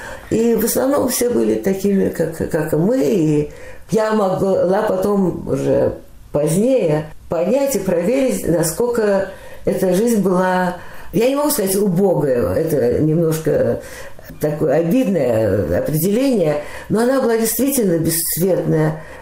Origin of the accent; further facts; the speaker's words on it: Moscow, Russia; Я родилась, и так в Москве и осталась. Кончилась война, все, жизнь наладилась, я росла.